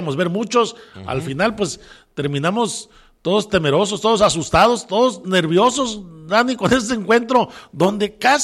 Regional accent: Mexico; Pues soy como muchos mexicanos

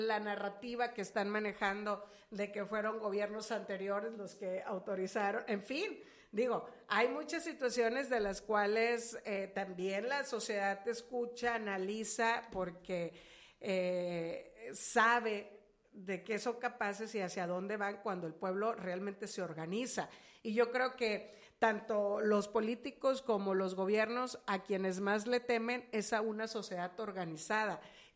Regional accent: Mexico; todos somos mexicanos y mexicanas con las mismas garantías

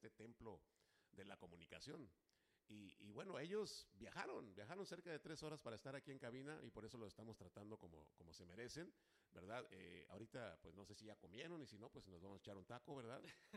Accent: Monterrey, Nuevo León, Mexico; moved away; Ese es un clásico en Monterrey, oye.

